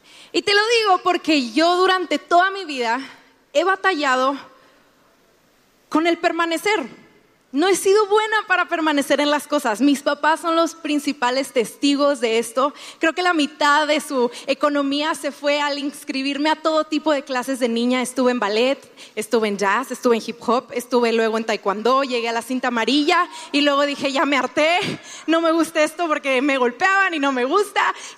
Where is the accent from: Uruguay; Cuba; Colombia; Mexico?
Mexico; Monterrey, Nuevo León; Somos de Monterrey, llevamos un año de casados.